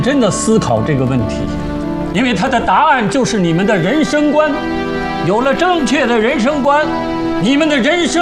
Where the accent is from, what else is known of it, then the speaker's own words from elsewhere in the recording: China; 我们学好英文诗，学好英文，就是把我们中国人做人的道